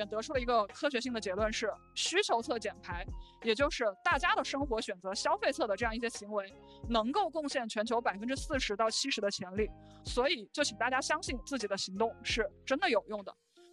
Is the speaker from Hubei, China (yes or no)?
yes; Huanggang, Hubei, China; 我出生在湖北黄冈，是一个长江边上的小城。